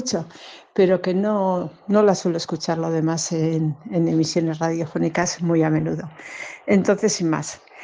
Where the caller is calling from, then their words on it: Eibar, Basque Country, Spain; llamo desde Eibar, Guipúzcoa.